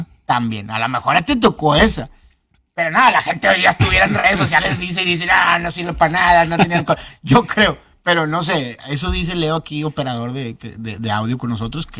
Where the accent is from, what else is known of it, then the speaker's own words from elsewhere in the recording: Mexico; ese día, no, no, nos estábamos muriendo nosotros como mexicanos.